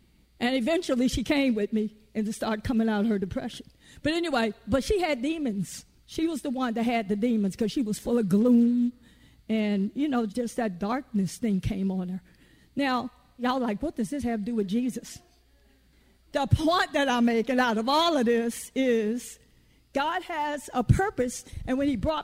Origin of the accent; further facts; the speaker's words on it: Virginia, United States; I'm from Virginia. I was born below the Mason-Dixon line.